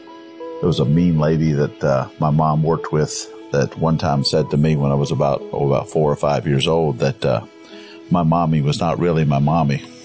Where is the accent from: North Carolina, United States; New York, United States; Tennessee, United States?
North Carolina, United States; Concord; I was adopted by a wonderful man and woman … And I was raised in Concord, North Carolina, which is in Cabarrus County in the beautiful heart of North Carolina in the Piedmont region.